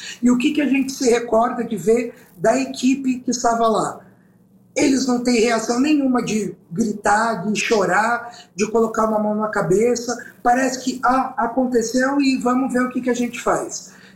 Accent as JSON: {"language": "Portuguese", "country": "Brazil", "said": "Eu sou do litoral, aqui da Baixada."}